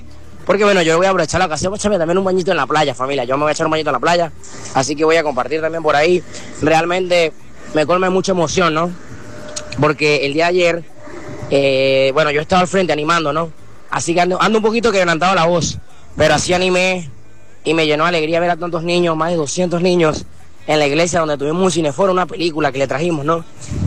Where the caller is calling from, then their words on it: El Vigía, Mérida, Venezuela; venimos del Vigía, Estado Mérida.